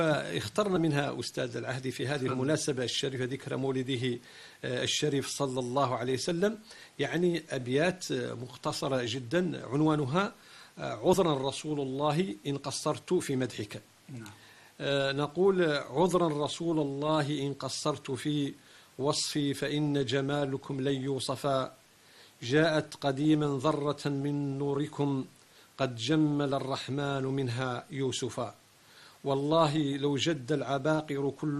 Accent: Morocco; بما أن الاحتفال بالمولد النبوي عاد راسخة عندنا في المغرب رسميا وشعبيا، فإن الأجدر بنا كأعضاء في المجالس العلمية وكمكون يعني الشعب المغربي غاطبة

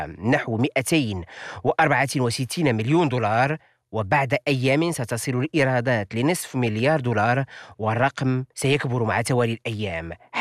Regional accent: Morocco; الشريط الذي صور جزئيا عندنا في المغرب

